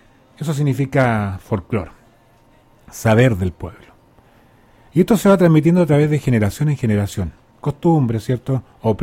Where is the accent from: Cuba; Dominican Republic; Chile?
Chile; es lo que somos nosotros, en este caso como chilenos